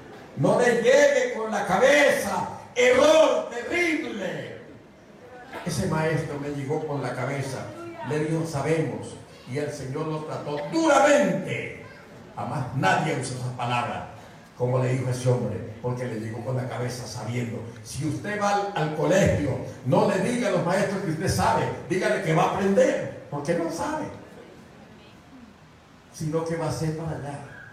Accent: El Salvador; born there; Porque aquí nacimos nosotros en El Salvador.

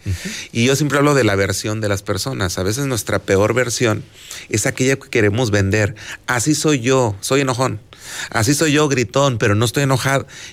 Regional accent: Mexico

